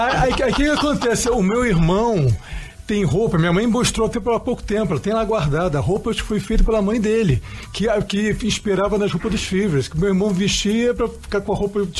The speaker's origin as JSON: {"language": "Portuguese", "region": "Rio de Janeiro", "country": "Brazil", "said": "Eu sou carioca"}